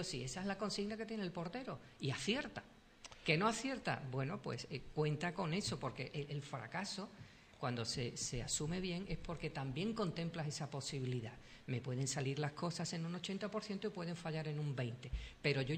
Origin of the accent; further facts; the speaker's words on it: Andalusia, Spain; porque yo soy andaluz y también me gustaría estar en una terraza.